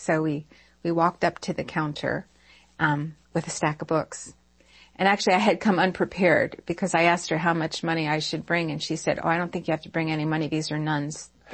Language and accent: English; Lancaster, Pennsylvania, United States; growing up in Lancaster, Pennsylvania, there's absolutely nothing to do, but at least back in the late 60s, early 70s.